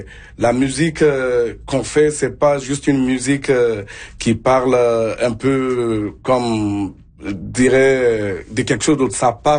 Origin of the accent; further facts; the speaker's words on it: Guinea; now in ?; Donc, comme vous le savez, on est d'origine de la Guinée.